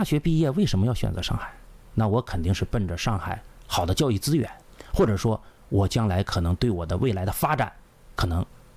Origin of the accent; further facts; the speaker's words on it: Daqing, Heilongjiang, China; now in Shanghai, China; 新上海人。那么从小呢，我是在东北的农村长大的，啊，我的老家呢是黑龙江大庆的，